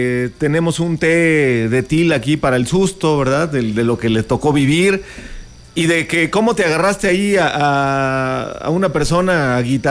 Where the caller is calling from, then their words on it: San Luis Potosí, Mexico; Te estamos saludando desde San Luis Potosí, mi estimado Beto